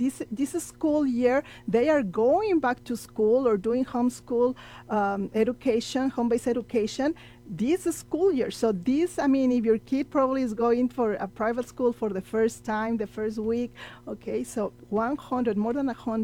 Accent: El Paso, Texas, United States; So those are the stories that we love to hear here in El Paso. Since I am from El Paso, I have a very special interest in hearing those successful stories

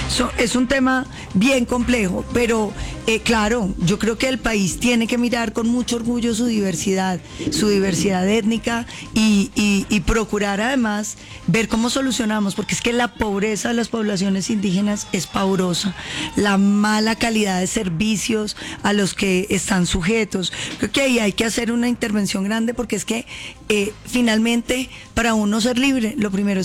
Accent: Popayán, Cauca, Colombia; Yo soy de Popayán.

